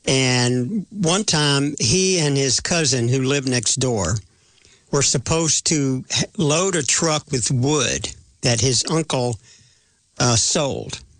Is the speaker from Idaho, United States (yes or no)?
no; Mississippi, United States; I grew up in Mississippi.